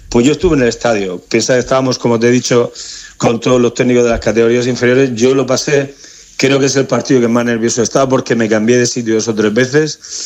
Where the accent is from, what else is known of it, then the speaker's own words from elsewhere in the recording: Region of Murcia, Spain; saliendo evidentemente de mi tierra, de Murcia